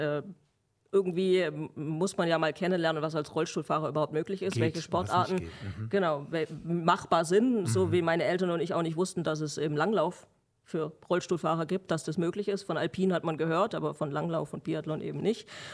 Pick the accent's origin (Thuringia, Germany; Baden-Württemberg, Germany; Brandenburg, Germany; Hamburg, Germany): Baden-Württemberg, Germany; Stuttgart; als Stuttgarterin